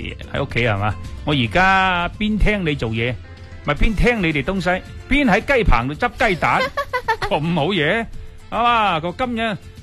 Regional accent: Guangdong, China; 我哋广东人系中国人

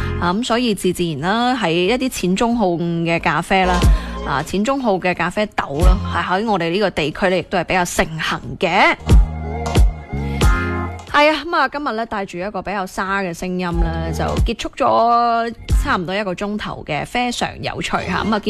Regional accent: Guangdong, China; 本身我哋广东人都相对比较淡口一啲

